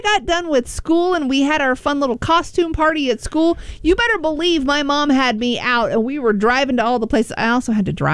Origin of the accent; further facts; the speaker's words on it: Joplin, Missouri, United States; now in Des Moines, United States; growing up in Joplin, Missouri